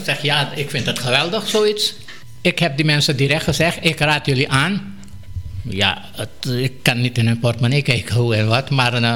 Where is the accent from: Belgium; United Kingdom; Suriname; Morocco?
Suriname; now in Netherlands; Ons mijn opa is vanuit India naar Suriname. En wij zijn van Suriname naar Nederland gekomen.